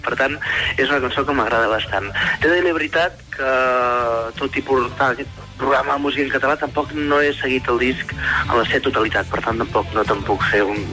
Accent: La Seu d'Urgell, Catalonia, Spain; now in Badalona, Spain; Jo estic a Badalona ara, però sóc de la Seu i m'agrada fer país, saps?

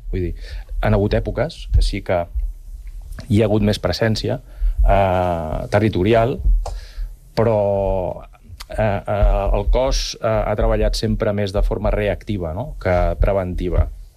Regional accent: Sant Cugat del Vallès, Catalonia, Spain; jo per exemple soc de Volpelleres, visc a Volpelleres, i costa veure efectius a peu.

